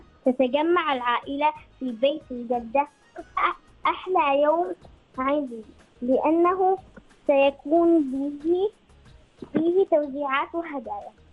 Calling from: Oman; أنا في الواسط

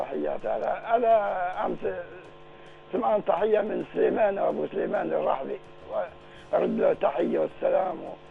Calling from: Izki, Ad Dakhiliyah, Oman; القريتين، إزكي

